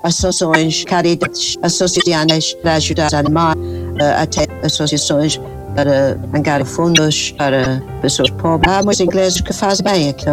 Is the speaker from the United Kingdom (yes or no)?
yes; England, United Kingdom; Portuguese is a second language; now in Portugal; sou inglesa, não é?